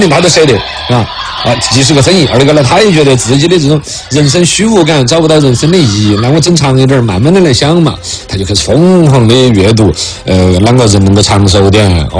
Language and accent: Chinese; China; 为啥子我们中国人说起都有点印象的